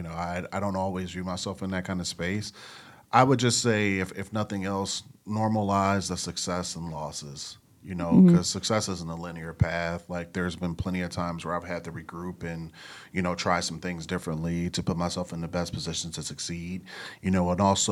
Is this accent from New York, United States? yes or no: no; Grand Rapids, Michigan, United States; growing up in Grand Rapids, Michigan